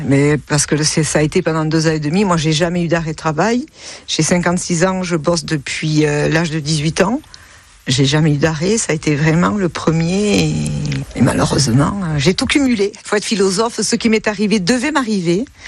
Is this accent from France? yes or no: yes; Buzy, Nouvelle-Aquitaine, France; je vis sur la Reims depuis le mois de mai. Après, je connais évidemment bien la vallée, puisqu'en étant natif de Buzy